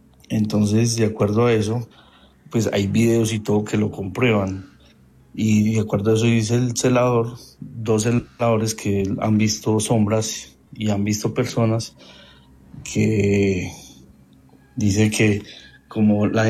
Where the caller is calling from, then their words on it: Pereira, Risaralda, Colombia; Yo vivo en Gama 4, Pinar de Gama, por el estadio del Pereira.